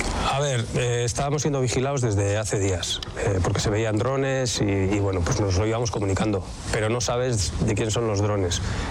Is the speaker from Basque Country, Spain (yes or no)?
yes; Vitoria-Gasteiz, Basque Country, Spain; soy artista visual y profesor universitario, soy de Vitoria-Gasteiz